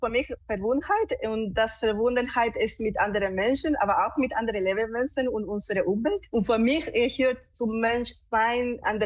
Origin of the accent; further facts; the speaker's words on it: Chile; now in Munich area, Germany; Also ich bin Illustratorin und visuelle Kommunikatorin. Ich bin ursprünglich aus Chile und jetzt wohne ich in der Umgebung von München.